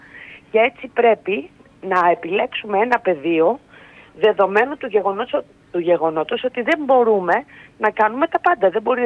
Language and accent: Greek; Greece; Ως Έλληνες γιατροί.